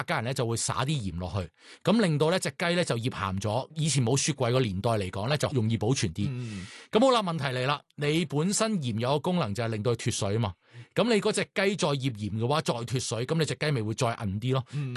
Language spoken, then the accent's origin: Cantonese; Guangdong, China; 我哋广东人呢是会叫一啲蛋呢就叫春。